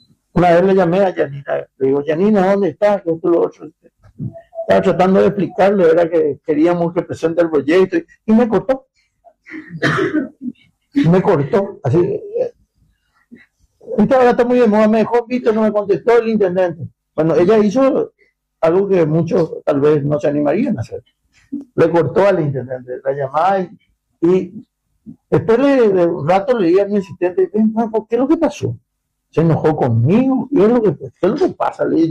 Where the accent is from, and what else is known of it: Encarnación, Itapúa, Paraguay